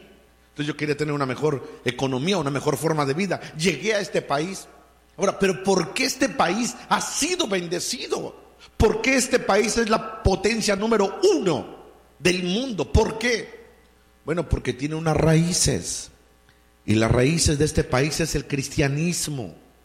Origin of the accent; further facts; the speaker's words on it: Mexico; born there; moved away; Yo no pertenezco a este país. Yo soy mexicano. Yo nací en México y soy mexicano.